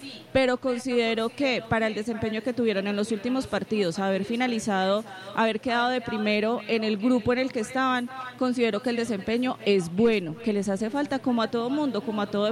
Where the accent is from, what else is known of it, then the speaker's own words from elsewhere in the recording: Colombia; lo digo como colombiana, lo digo como televidente